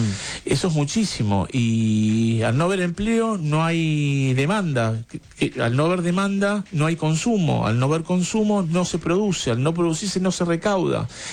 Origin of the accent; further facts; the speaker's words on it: Argentina; Eso es un poco la visión que tenemos que tener como argentinos